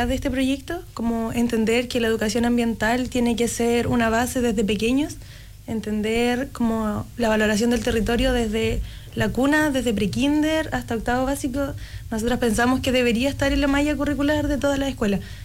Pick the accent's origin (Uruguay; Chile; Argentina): Chile; Santiago, Santiago Metropolitan Region; now in Coyhaique, Chile; Sí, yo soy de Santiago, pero ya llevo 6 años viviendo en Coyhaique.